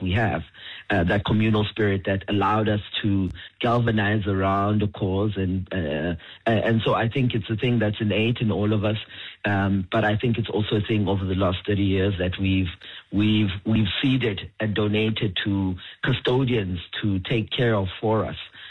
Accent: South Africa; I'm a South African and I know I'm also invested in this country

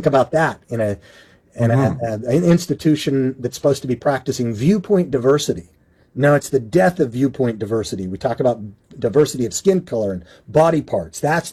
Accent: Utah, United States; I was bathed in this stuff as a 7th generation Mormon growing up in Utah, became a skeptic

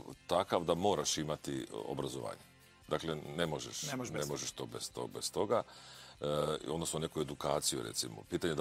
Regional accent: Slavonia, Croatia; also born or lived in Imotski; Ja sam list iz Slavonije.

